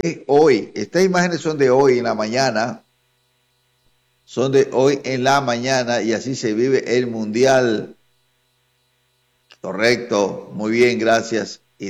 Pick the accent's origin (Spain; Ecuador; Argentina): Ecuador